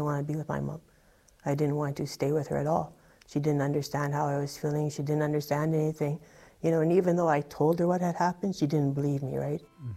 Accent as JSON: {"language": "English", "town": "Thompson", "region": "Manitoba", "country": "Canada", "tie": "born or raised there", "said": "I grew up in Thompson, Manitoba."}